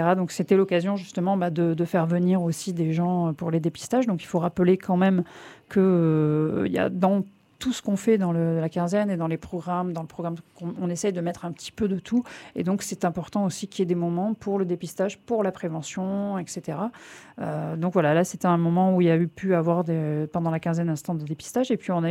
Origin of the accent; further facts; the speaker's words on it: Toulon, Provence-Alpes-Côte d'Azur, France; Enfin, nous, on est de Toulon, depuis des années, et en fait, on voit les jeunes partir, quoi.